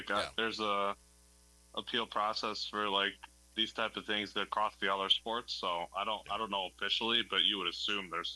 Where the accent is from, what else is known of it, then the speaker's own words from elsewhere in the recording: United States; obviously I'm American